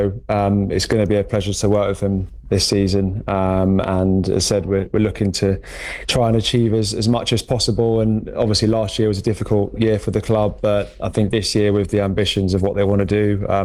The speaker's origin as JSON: {"language": "English", "town": "Brentwood", "region": "East of England", "country": "United Kingdom", "tie": "born or raised there", "also_born_or_lived": "Chelmsford", "said": "So I was born in Chelmsford and then grew up in Brentwood for my whole childhood, really."}